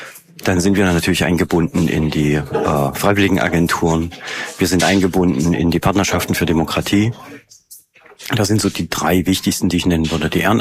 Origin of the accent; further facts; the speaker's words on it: Saalfeld, Thuringia, Germany; Aber ich habe in meiner Schulklasse, ich komme aus Saalfeld, mal rumgefragt, wo denn die Omas und Opas herkommen.